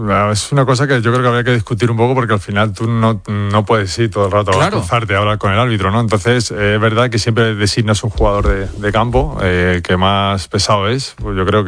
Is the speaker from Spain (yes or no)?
yes; Madrid, Community of Madrid, Spain; born there; me tuve que volver aquí a Madrid